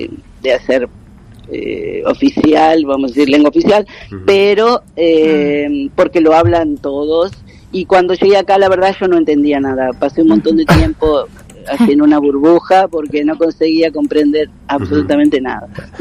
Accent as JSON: {"language": "Spanish", "town": "Ensenada", "region": "Buenos Aires Province", "country": "Argentina", "moved": "as an adult", "lives_now": "Cape Verde", "said": "Soy de Buenos Aires, Ensenada. Ensenada."}